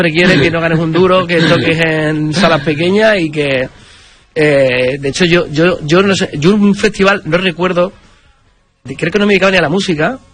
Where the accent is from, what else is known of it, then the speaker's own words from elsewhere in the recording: La Rinconada, Andalusia, Spain; echarme la espalda a la caseta de feria de mi pueblo.